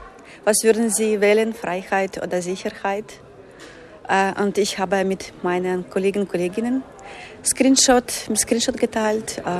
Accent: Ukraine; German is a second language; Für mich als Ukrainerin ist das etwas, was wir jeden Tag machen.

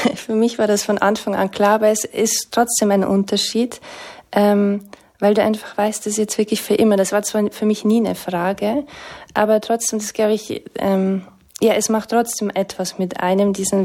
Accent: Bavaria, Germany; Ich bin in Bayern so traditionell katholisch aufgewachsen

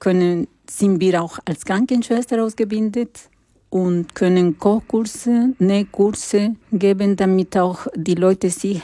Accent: Lima, Peru; born there; German is a second language; moved away; ich bin in Lima geboren und habe ich viele Armut gesehen.

